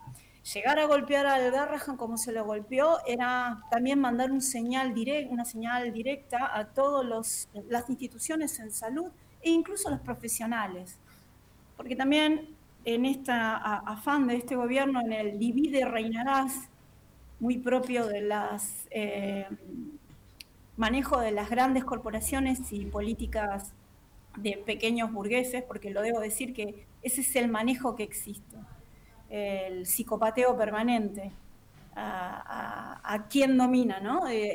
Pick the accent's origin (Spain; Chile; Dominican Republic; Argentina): Argentina; Buenos Aires; Soy de Cava, sí.